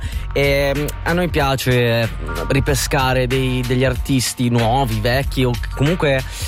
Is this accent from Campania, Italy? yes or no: yes; Caserta, Campania, Italy; also born or lived in Mondragone; Sono di Caserta, sì, ah, sì, sono di Mondragone per metà.